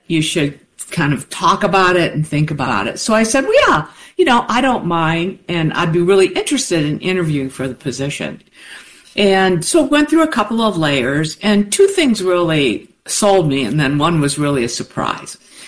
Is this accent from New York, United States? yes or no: no; Detroit, Michigan, United States; and I live in Detroit, you know, born and raised in Detroit.